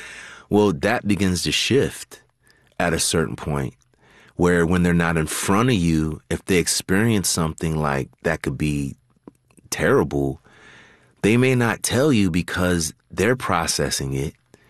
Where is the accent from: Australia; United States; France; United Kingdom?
United States; California; born or raised there